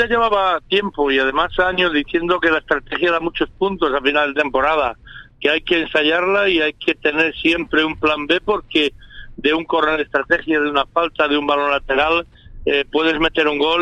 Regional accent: Marín, Galicia, Spain; ahora mismo aquí en las Rías Bajas

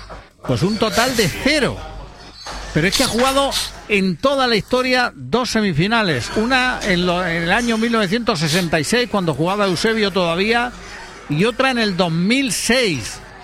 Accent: Spain; Yo soy español, pero es que el fútbol le debe un Mundial a Cristiano.

